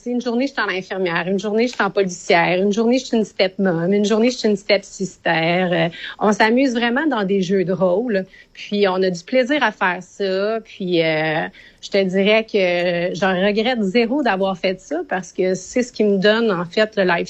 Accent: Quebec, Canada; moved away as an adult; now in Las Terrenas, Dominican Republic; Ça va faire 5 ans que je suis en République. Je suis jamais retournée au Canada. Quand j'ai pris l'avion pour partir du Québec, je suis jamais retournée.

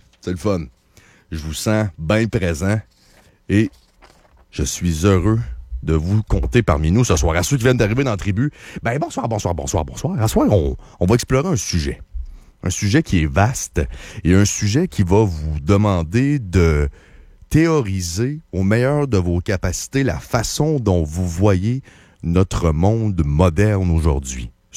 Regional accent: Quebec, Canada; Je suis un Québécois, je fais partie du peuple.

